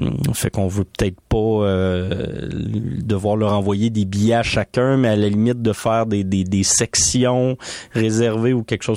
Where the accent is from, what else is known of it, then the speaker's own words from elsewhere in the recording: Montreal, Quebec, Canada; en tant que Montréalaise